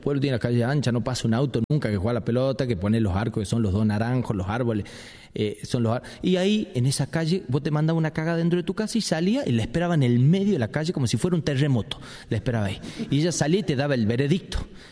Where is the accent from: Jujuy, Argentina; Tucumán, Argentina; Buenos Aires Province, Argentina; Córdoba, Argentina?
Tucumán, Argentina; yo tengo una mezcla rara porque tengo padre sanjuanino y soy tucumano y son muy diferentes, son culturas diferentes porque el tucumano tiene como una cultura propia.